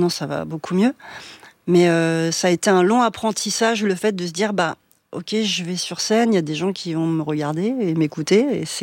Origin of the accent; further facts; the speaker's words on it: Villemomble, Île-de-France, France; also born or lived in Noisy-le-Sec; En fait, je suis née à Noisy-le-Sec, mais je n'y ai pas vécu du tout. Moi, j'ai vécu à Villemomble.